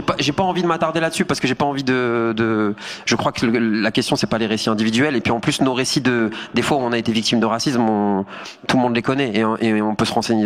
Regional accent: Hauts-de-France, France; Moi, je viens du Nord, de la France.

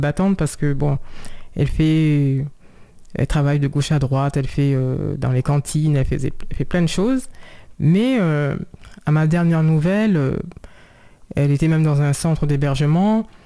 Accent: Saint-Cloud, Île-de-France, France; born there; en tant que bon, citoyenne française, parce que je suis née en France, à Saint-Cloud, dans les Hauts-de-Seine.

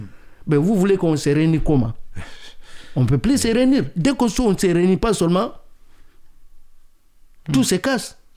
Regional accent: Mali; Lui, il est mauritanien, lui, il est sénégalais, moi, je suis malien.

